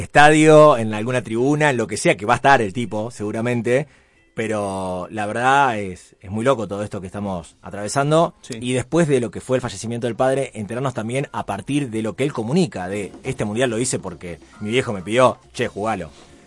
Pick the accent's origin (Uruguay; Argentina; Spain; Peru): Argentina; de parte nuestra como pueblo argentino